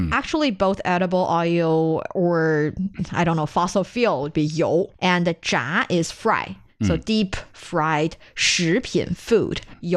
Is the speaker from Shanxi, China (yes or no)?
yes; Taiyuan, Shanxi, China; Well, I am from Taiyuan, which is the provincial capital of Shanxi Province